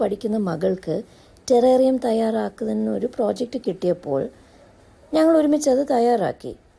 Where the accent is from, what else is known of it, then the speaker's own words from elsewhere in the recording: Bahrain; ഞാൻ ജനിച്ചതും പഠിച്ചതും ബഹ്റൈനിലായിരുന്നു. എല്ലാ വർഷവും നാട്ടിലേക്ക് വരും.